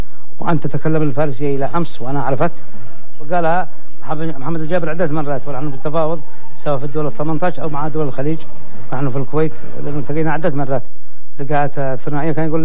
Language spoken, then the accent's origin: Arabic; Yemen; أنا كشعب يمني